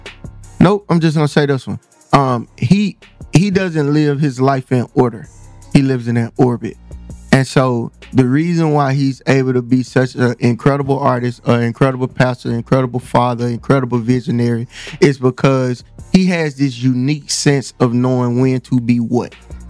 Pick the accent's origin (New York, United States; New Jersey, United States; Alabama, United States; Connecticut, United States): Alabama, United States; Birmingham; growing up in Avondale, like, we had beef with Inslee because somebody killed your cousin